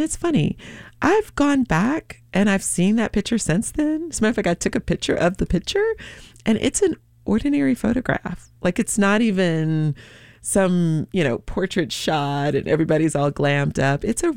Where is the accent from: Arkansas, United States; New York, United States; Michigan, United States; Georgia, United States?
Georgia, United States; Atlanta; I am from Atlanta, Georgia.